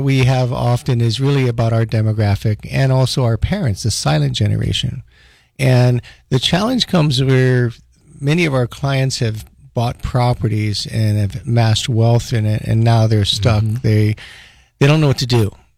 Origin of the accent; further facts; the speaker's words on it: Honolulu, Hawaii, United States; also born or lived in Palisades; From Honolulu. I was born in Palisades. My father was a colonel in the Army and traveled around the country. Saw 40 of the 50 states by the time I was 14, lived in Palisades, and then we caught the Lurline.